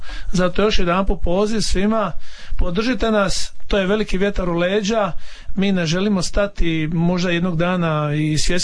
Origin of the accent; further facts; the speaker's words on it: Croatia; znamo da smo mi kao Hrvati dobri domaćini organizatori